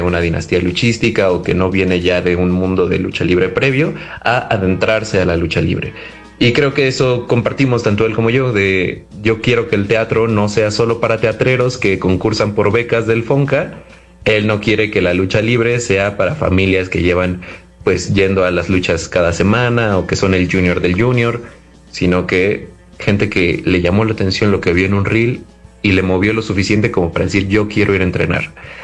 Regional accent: Tlalnepantla, State of Mexico, Mexico; yo soy de Tlalnepantla, Estado de México.

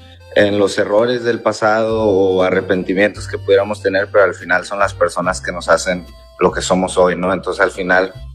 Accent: Reynosa, Tamaulipas, Mexico; now in McAllen, United States; yo de pequeño, actualmente vivo en McAllen, Texas, pero yo crecí en Reynosa, Tamaulipas.

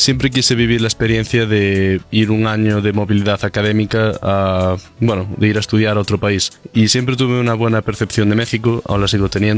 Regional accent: Chantada, Galicia, Spain; Yo soy de España, concretamente soy de Chantada, que es un pueblo de la provincia de Lugo, que forma parte de las cuatro provincias que forman Galicia, que es una comunidad autónoma de España.

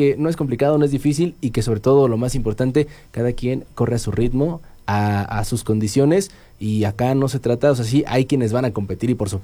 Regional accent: San Agustín Tlaxiaca, Hidalgo, Mexico; Nos fuimos al municipio de San Agustín Tlaxiaca, sí, precisamente sí, donde somos originarios

